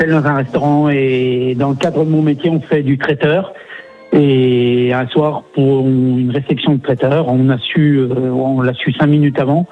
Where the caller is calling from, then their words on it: Verdun-sur-le-Doubs, Bourgogne-Franche-Comté, France; moi, je suis en Saône-et-Loire, je suis à Verdun-sur-le-Doubs, pas confondre avec Verdun dans la Meuse.